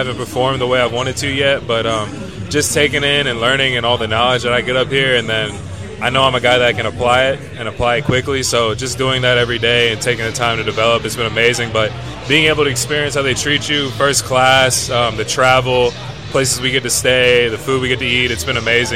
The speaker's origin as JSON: {"language": "English", "region": "the South", "country": "United States", "tie": "born or raised there"}